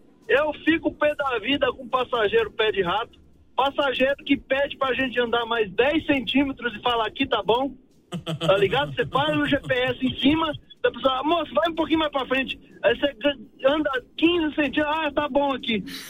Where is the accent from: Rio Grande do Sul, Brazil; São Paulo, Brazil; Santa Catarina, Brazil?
São Paulo, Brazil; now in Curitiba, Brazil; Eu sou de São Paulo, eu sou filho de nordestina.